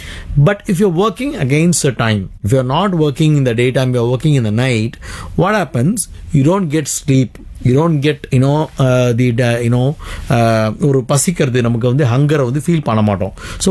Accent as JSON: {"language": "English", "country": "India", "said": "Let us say you're all Indian, you know, here. So there is a responsibility as an Indian that we need to do it."}